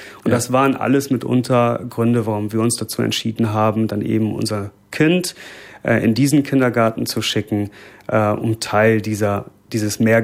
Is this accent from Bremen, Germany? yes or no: yes; Bremen, Germany; now in Frankfurt, Germany; Zudem muss man sagen, dass ich libanesischer Herkunft bin. Ja. Zwar in Deutschland geboren, ich bin gebürtiger Bremer, aber zweisprachig aufgewachsen bin, Arabisch und Deutsch.